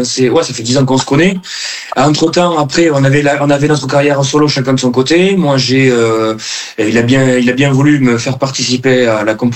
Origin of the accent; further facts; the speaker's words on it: Toulouse, Occitanie, France; born there; moved away as an adult; moi, je suis de Toulouse. Je suis né à Toulouse